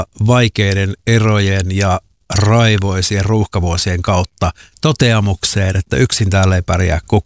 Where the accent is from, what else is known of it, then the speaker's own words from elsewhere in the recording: Joensuu, North Karelia, Finland; also born or lived in Helsinki / Espoo; now in Turku, Finland; Mä oon siis Joensuusta lähtöisin, sieltä Helsinkiin, sieltä Espoossa ja nyt Turkuun